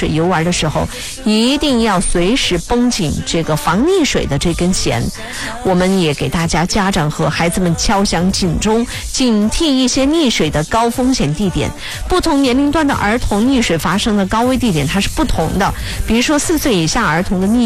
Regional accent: Jiangsu and Zhejiang, China; 我们江浙话叫卖烟筋儿啊

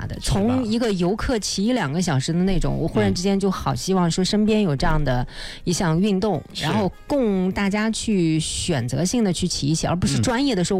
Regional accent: Wuhu, Anhui, China; now in Chuzhou, China; 芜湖是我的老家，

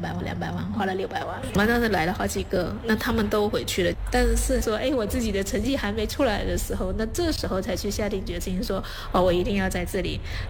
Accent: Fujian, China; 然后而且我从福建来的，很喜欢吃新鲜，不喜欢冰冻的

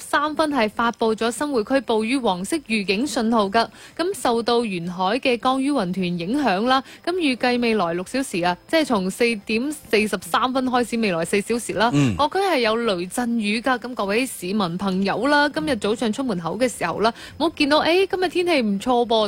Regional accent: Guangdong, China; 我哋广东人

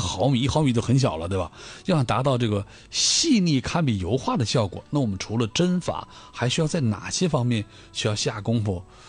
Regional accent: China

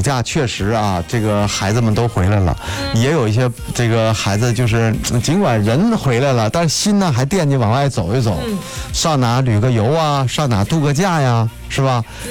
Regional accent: Yingkou, Liaoning, China; 我们这些、这个在外求学的营口本土的大学生们

